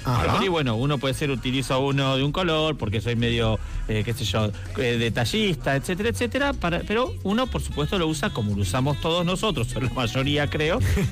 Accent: Argentina

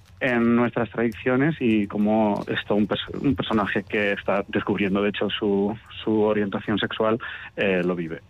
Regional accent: Pamplona, Navarre, Spain; hacer cosas desde La Rochapea

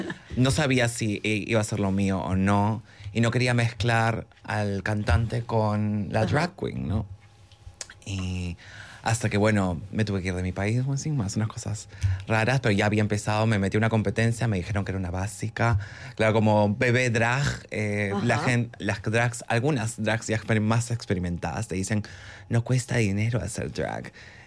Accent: Lima, Peru; moved away as an adult; now in Spain; yo vengo de Lima, Perú. Uh-huh. Mi familia es mitad peruana, mitad argentina, pero siempre hemos residido en Lima.

